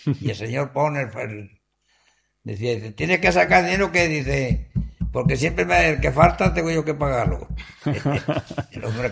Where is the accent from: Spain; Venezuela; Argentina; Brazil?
Spain; Cubelles, Catalonia; Yo soy de Cubella, yo cubellense.